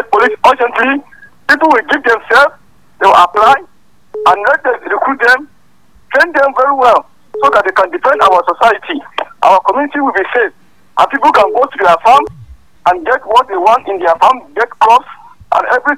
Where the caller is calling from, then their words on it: Nigeria; I'm calling from Golhold, in the lower government area.